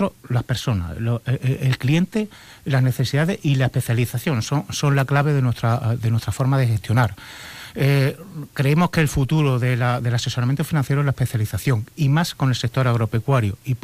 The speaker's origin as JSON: {"language": "Spanish", "town": "Santa Amalia", "region": "Extremadura", "country": "Spain", "said": "En mi caso, soy de Santa Amalia, aquí de Las Vegas Altas, aquí al ladito, hijo de agricultor"}